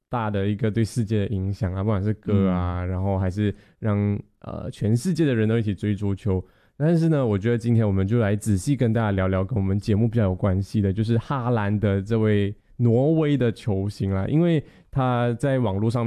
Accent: Malaysia; 其实我自己作为马来西亚人哦，我在马来西亚我最常看的比赛，我觉得还是羽球多过足球啦。

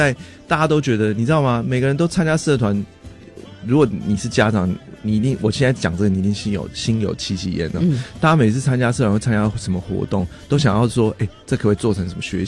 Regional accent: Taiwan; moved away as an adult; 我在台湾长大

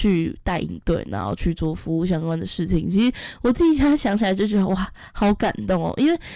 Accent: Qishan, Kaohsiung, Taiwan; moved away; 这次呢要回我的家乡东门国小。其实我不是东门国小校友，因为我是读旗山国小。

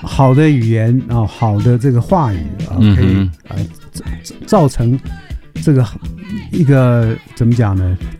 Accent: China; 那不是我们中国人讲就是一言以兴邦

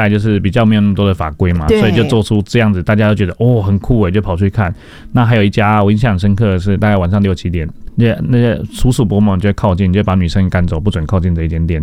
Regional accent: Taipei, Taiwan; 因为我自己也是在菜市场长大的，对，就是我们书中有提到的东山水市场，那它其实有另外一段啊，现在被拆掉，叫西山水市场。对，那我就那边长大

